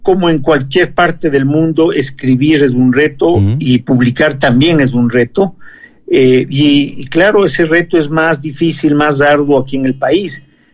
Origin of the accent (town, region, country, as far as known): Ecuador